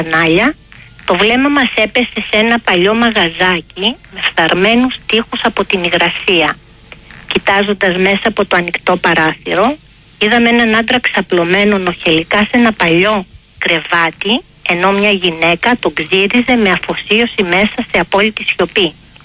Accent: Greece; τότε μπορούμε να γίνουμε παράδειγμα και τότε μπορούμε να είμαστε υπερήφανοι ότι είμαστε Έλληνες.

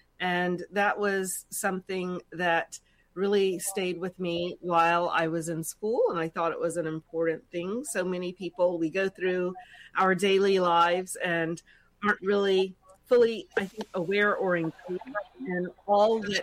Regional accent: Atlanta, Georgia, United States; now in New York, United States; I have been in New York since, 2007. So almost 20 years now, but I'm from Atlanta

